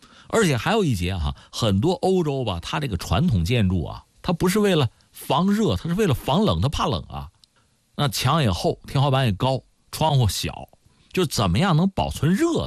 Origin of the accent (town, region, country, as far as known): China